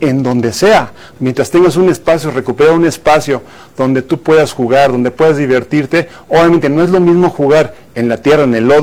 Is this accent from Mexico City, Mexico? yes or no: yes; Magdalena Contreras, Mexico City, Mexico; Soy de Magdalena de Contreras, y eran canchas de tierra